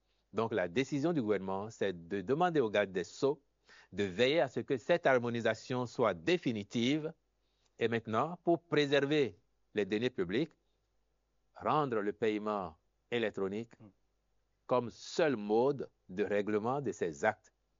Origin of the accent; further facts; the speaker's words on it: Benin; Tous, en tant que Béninois, nous lui avons confié la gestion de notre pays.